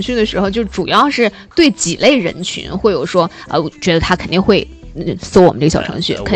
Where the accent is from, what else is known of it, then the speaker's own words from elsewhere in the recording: Haikou, Hainan, China; 我们海口人们都会觉得，在海南、在海口各个点位上看到这么漂亮的晚霞，都非常的幸福